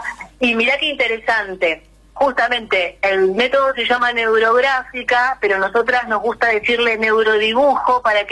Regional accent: Argentina

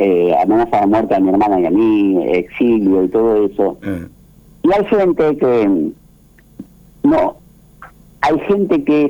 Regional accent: Santiago del Estero, Argentina; born there; Que desde el vientre de mi madre, cuando nací en Santiago del Estero, ya oía samba, canciones, folclore

